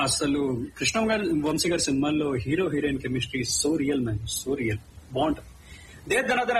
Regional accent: Andhra Pradesh, India; now in Dallas, United States; మా ఊరు తణుకు దగ్గరలో వేలూరు దగ్గరలో

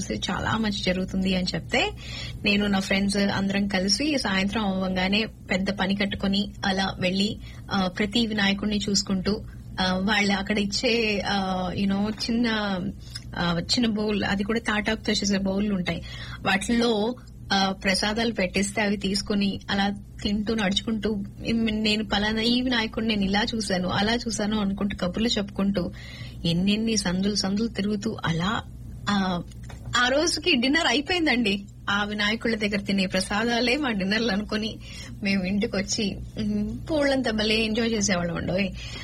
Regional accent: Hyderabad, Telangana, India; నా చిన్నప్పుడు గుర్తండి, హైదరాబాద్ లో ఉన్నప్పుడు

